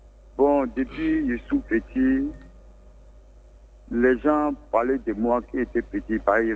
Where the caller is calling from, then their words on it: Bobo-Dioulasso, Hauts-Bassins, Burkina Faso; À Bobo-Dioulasso.